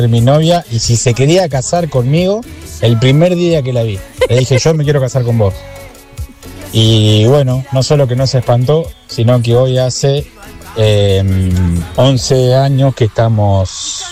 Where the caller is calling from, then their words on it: Colón, Argentina; Les hablo de Colón.